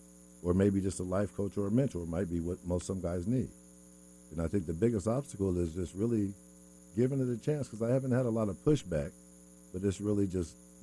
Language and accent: English; Seattle, Washington, United States; also born or lived in Renton; Well, I'm about to be 58 years old this January. I grew up in Seattle, south end of Seattle, for most of my life.